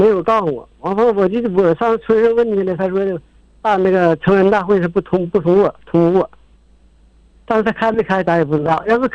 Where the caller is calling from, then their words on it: Tongliao, Inner Mongolia, China; 我是内蒙通辽的。